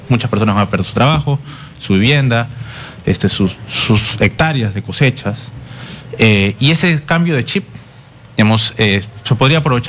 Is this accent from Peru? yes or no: yes; Peru; Nosotros, como peruanos